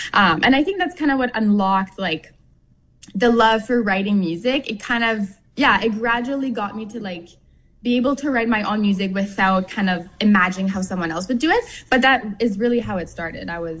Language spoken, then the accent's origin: English; Ste. Anne, Manitoba, Canada; moved away as an adult; now in Winnipeg, Canada